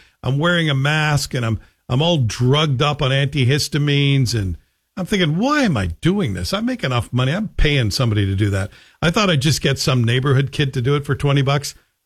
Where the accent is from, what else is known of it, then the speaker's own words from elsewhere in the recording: Scotland, United Kingdom; born there; Yeah, I'm from Old Scotia, born in Scotland.